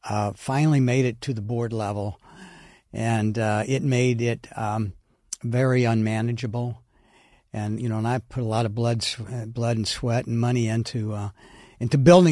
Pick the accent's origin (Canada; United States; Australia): United States; Springfield; my hometown of Springfield